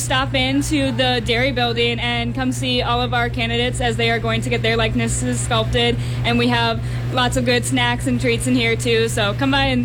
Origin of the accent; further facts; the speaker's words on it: Minnesota, United States; I am from Steele County.